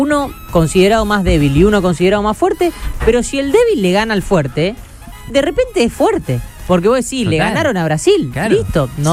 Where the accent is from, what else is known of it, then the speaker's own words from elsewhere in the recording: Argentina; Nosotros, como argentinos